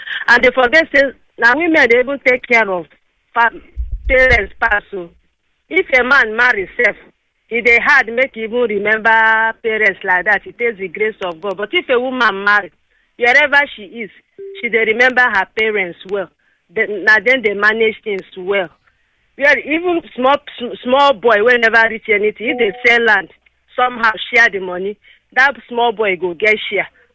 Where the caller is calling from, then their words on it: Imo, Nigeria; Yeah, I come from Imo State, but I married Abia from Abia.